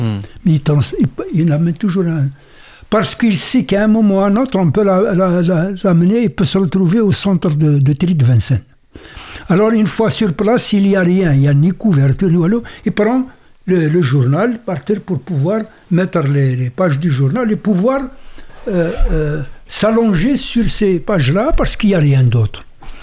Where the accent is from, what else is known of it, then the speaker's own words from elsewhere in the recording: Algeria; moi je suis algérien